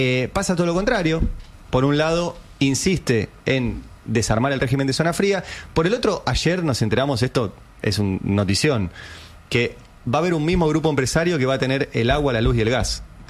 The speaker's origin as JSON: {"language": "Spanish", "region": "Buenos Aires", "country": "Argentina"}